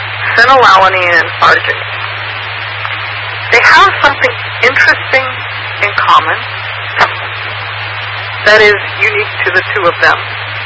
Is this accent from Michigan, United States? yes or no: yes; Michigan, United States; moved away; also born or lived in Grand Rapids; I'm from Michigan, folks.